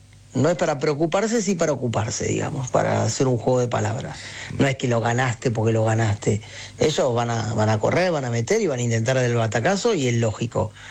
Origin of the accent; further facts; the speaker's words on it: Argentina; somos argentinos